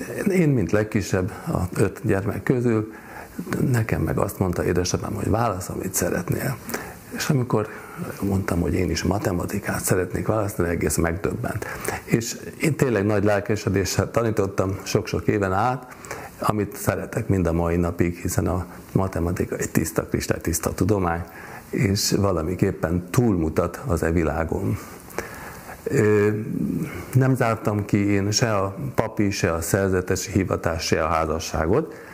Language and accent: Hungarian; Budapest, Hungary; born there